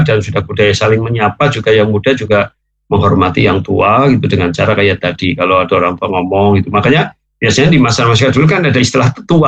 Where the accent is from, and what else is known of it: Indonesia